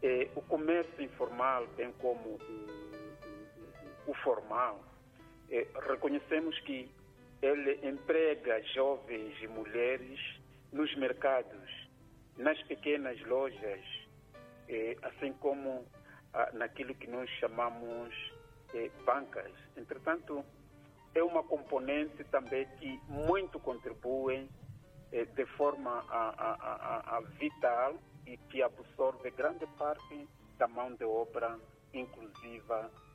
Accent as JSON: {"language": "Portuguese", "region": "Manica", "country": "Mozambique"}